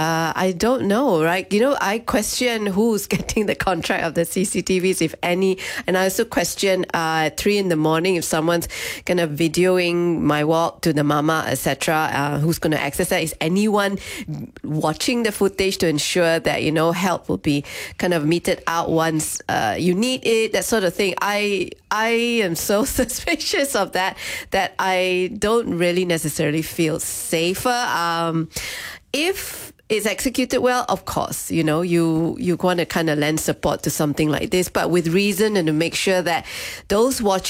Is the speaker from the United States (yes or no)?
no; Malaysia; being living in the city as a Malaysian for such a long time